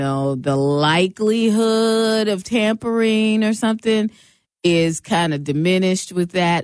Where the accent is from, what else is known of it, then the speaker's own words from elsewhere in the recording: Seattle, Washington, United States; Having been to a dispensary, you know, I'm from Seattle.